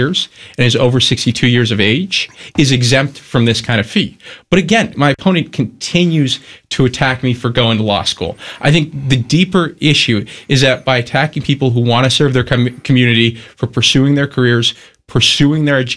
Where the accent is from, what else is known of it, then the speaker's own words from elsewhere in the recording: Cape Cod, Massachusetts, United States; when I was born on Cape Cod in the year 2000